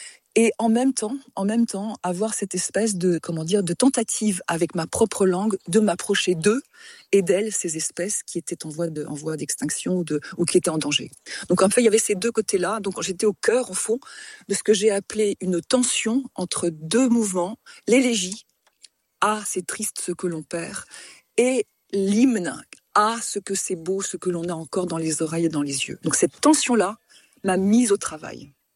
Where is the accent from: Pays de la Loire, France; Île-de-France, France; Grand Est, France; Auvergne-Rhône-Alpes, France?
Auvergne-Rhône-Alpes, France; born there; also born or lived in Brittany; J'ai vécu aussi en Bretagne quand j'étais enfant, entre la Bretagne et la Haute-Savoie, qui est mon pays natal.